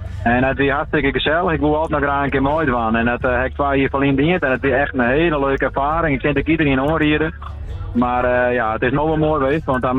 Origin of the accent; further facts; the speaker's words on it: Heeg, Friesland, Netherlands; Ja, ik ben hier in Heeg. Want ik ben eigenlijk geboren en getogen in Heeg. En ik heb hier tot mijn 44ste wennen.